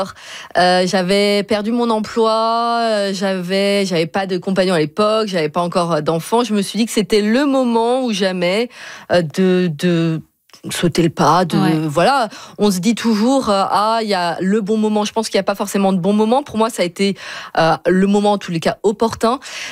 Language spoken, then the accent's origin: French; Nantes, Pays de la Loire, France; now in Canada; Et on vient de Nantes qui est pas officiellement Bretagne et pas très loin de la Bretagne.